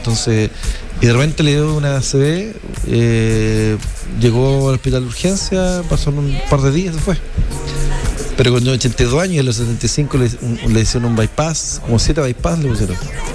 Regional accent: San Pedro de la Paz, Biobío, Chile; Los que somos de San Pedro

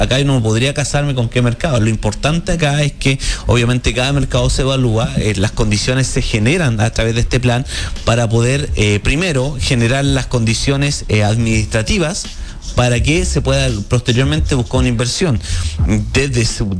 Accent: Chile; Como somos chilenos y nos sentimos muy chilenos en el mes de septiembre

